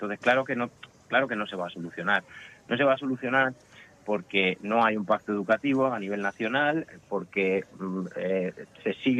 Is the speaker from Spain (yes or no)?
yes; Leganés, Community of Madrid, Spain; soy de Leganés